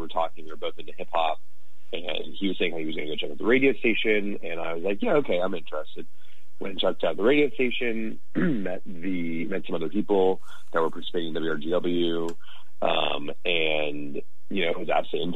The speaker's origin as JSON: {"language": "English", "town": "Arlington", "region": "Virginia", "country": "United States", "said": "I'm from Arlington, Virginia."}